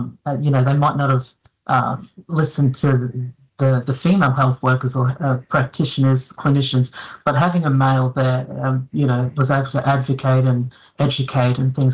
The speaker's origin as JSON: {"language": "English", "town": "Bundaberg", "region": "Queensland", "country": "Australia", "tie": "born or raised there", "said": "I grew up in Bundaberg, my hometown."}